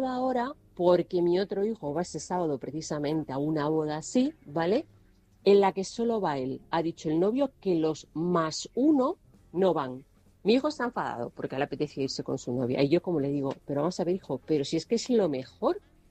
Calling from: Toledo, Castilla-La Mancha, Spain; de Toledo.

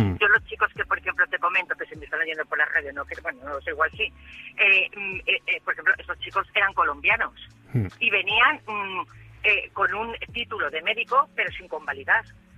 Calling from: Valencia, Valencian Community, Spain; Eso no soy yo … de Valencia, que está ahorrando para comprar la vivienda.

